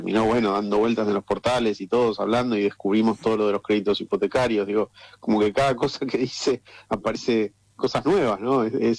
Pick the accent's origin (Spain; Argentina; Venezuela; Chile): Argentina